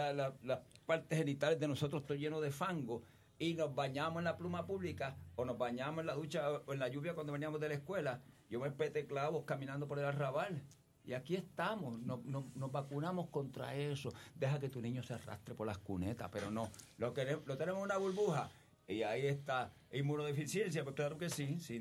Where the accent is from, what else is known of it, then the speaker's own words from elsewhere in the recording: Cataño, Puerto Rico; yo me crié en Vietnam, en el mangle. Mi casa estaba en unos socos sobre el mangle. Éramos un montón de hermanos.